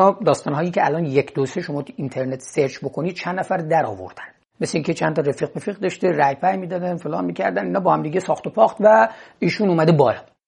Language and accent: Persian; Gilan, Iran; من به عنوان یک گیلانی چشم باز کردم